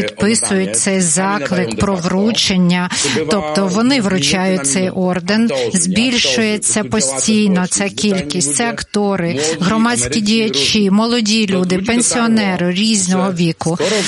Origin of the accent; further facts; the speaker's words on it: Poland; яким ми, поляки, вдячні за нашу свободу.